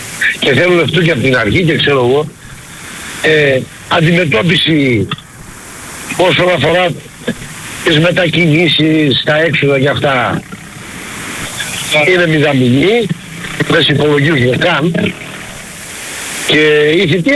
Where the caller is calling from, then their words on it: Greece; που είμαι Έλληνας, θέλω να αλλάξω ηθαγένεια